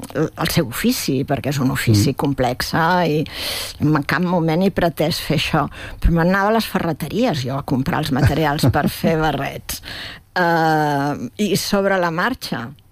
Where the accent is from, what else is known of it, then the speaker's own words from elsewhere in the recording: Esparreguera, Catalonia, Spain; born there; jo vaig néixer a Esparreguera